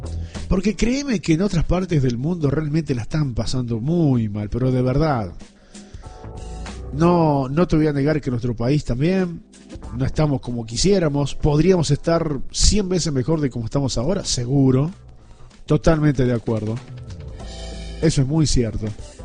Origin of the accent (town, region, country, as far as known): Argentina